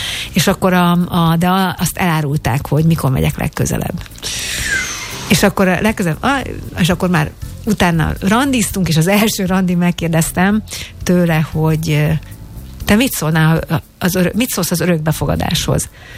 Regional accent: Subotica, Vojvodina, Serbia; born there; az én nagymamám, anyukám, anyukája nevelőszülő volt. És nem hivatásos nevelőszülő, Szabadkán, és nagyon sok gyerekkel nőttünk föl.

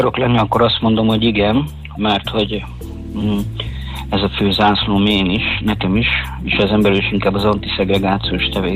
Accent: Borsod-Abaúj-Zemplén, Hungary; Mi a Borsod megyei vagyok

